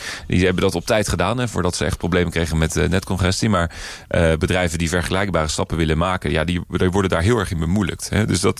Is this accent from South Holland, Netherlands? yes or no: yes; Rotterdam, South Holland, Netherlands; wij komen uit Rotterdam.